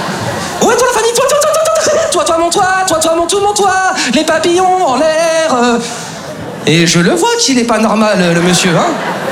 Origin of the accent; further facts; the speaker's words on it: Lyon, Auvergne-Rhône-Alpes, France; now in Paris, France; je suis originaire de province, je suis originaire de Lyon. Et c'est vrai qu'avant de m'installer sur Paris